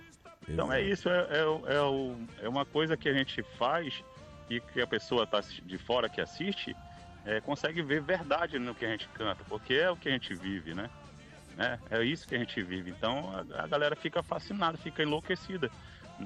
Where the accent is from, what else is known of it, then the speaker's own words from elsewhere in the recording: Amazonas, Brazil; also born or lived in Manaus; eu sou amazonense, sou caboclo raiz de lá. Eu sou lá do interior do Alto Solimões. Minha mãe é de São Paulo de Olivença, meu pai é de Tonantins.